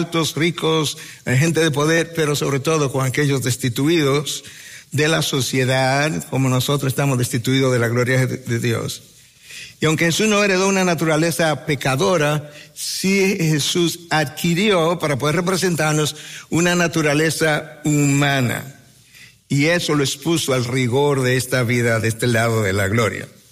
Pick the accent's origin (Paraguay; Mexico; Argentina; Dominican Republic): Dominican Republic